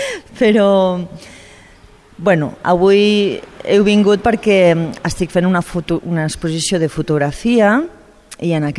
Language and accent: Catalan; Àger, Catalonia, Spain; born there; moved away as an adult; also born or lived in Mediterranean coast / United States; jo vinc de mare francesa i de pare català, i jo vaig créixer els primers anys bueno, una mica entre la costa mediterrània i aquí, al Pirineu català. Estàvem a Àger. I llavors, tots els records de la meva infància més tendra són a Àger.